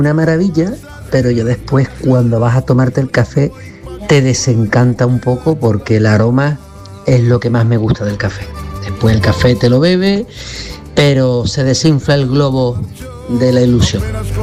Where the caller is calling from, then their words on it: Cádiz, Andalusia, Spain; Hola, buenas tardes. … de Cádiz.